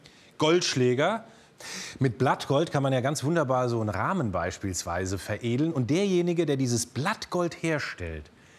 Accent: Kurpfalz, Germany; Ich bin in der Kurpfalz aufgewachsen.

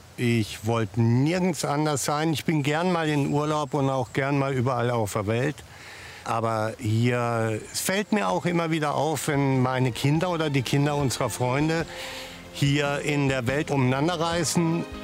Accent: Freiburg, Baden-Württemberg, Germany; Ich bin Badener, ich bin Freiburger. Ich habe den richtigen Fußballverein. Ich bin glücklich hier und fühle mich hier zu Hause.

